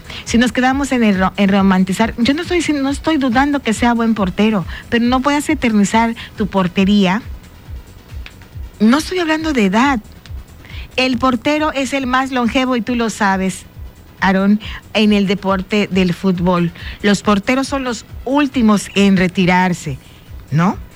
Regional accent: Costa Rica; Y yo soy tica, gracias, amigo.

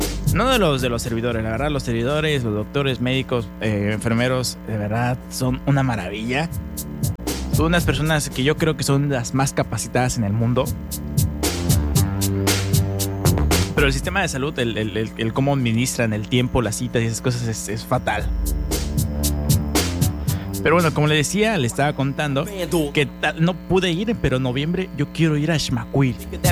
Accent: Yucatán, Mexico; Me gusta mucho como yucateco decir la calor.

